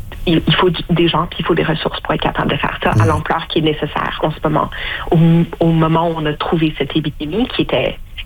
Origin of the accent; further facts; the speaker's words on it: Canada; en tant que Canadienne